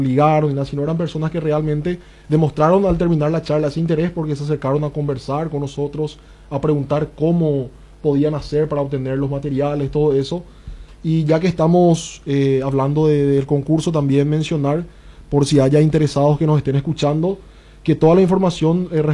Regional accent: Coronel Oviedo, Caaguazú, Paraguay; Somos 10 del departamento de Caaguazú, 9 ovetenses y una de Cecilio Báez.

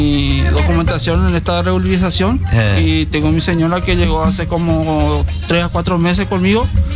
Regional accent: Ciudad del Este, Alto Paraná, Paraguay; moved away as an adult; Somos de Ciudad del Este.

